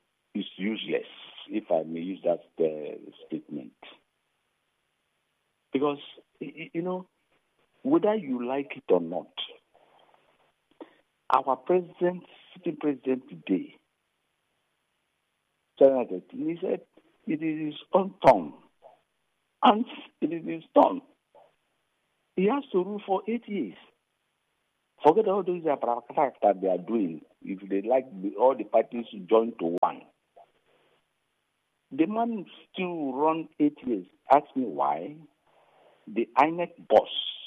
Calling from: Morocco; I'm calling from Morocco.

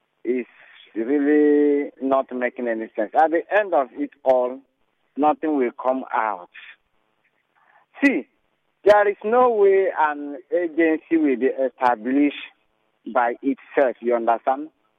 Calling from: Oyibo, Nigeria; I'm calling from Oyibo.

